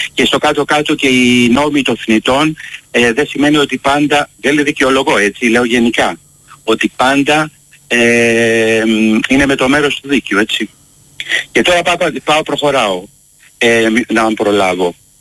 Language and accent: Greek; Greece; γιατί είμαστε Έλληνες καταρχήν.